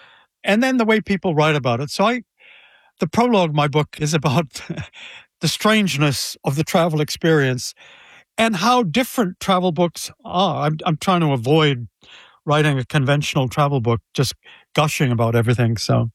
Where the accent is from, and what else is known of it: United States